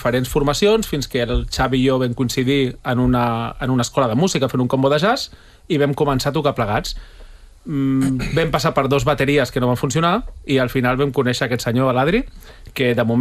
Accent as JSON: {"language": "Catalan", "town": "Barcelona", "region": "Catalonia", "country": "Spain", "said": "Mira, som tres de Barcelona i un de Puigcerdà."}